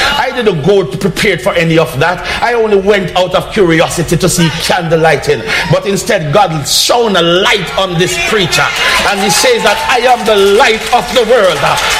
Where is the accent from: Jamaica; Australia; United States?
Jamaica; growing up in Jamaica, even though I was exposed to church, church was not exposed to me.